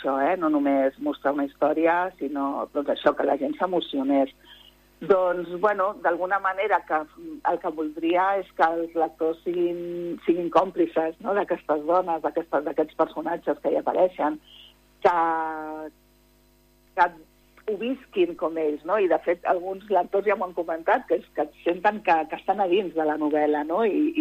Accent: Barcelona, Catalonia, Spain; also born or lived in Cádiz; jo som nascuda a Càdiz, però vaig arribar a Barcelona, que tenia mesos, vull dir que som molt barcelonina

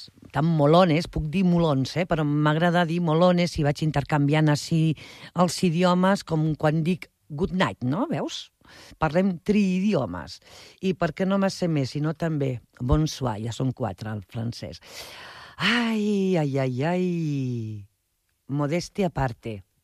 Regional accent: Castelló de la Plana, Valencian Community, Spain; Tot i que jo sóc més de Castelló que de València, però bé.

